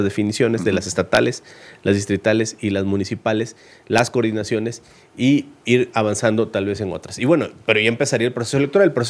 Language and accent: Spanish; Minatitlán, Veracruz, Mexico; moved away; La mejor comida del mundo está ahí en mi pueblo, Minatitlán.